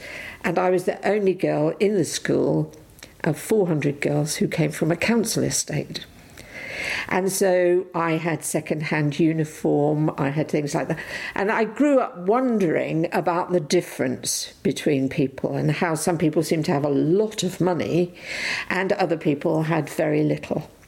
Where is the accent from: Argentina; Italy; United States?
Italy; So I'm a WOP because I come from Italy.